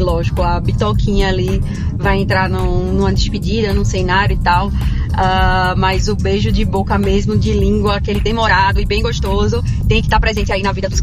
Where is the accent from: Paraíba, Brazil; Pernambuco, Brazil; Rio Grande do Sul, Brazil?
Pernambuco, Brazil; Recife; Meu nome é … sou de Recife, sou casada com o Roberto.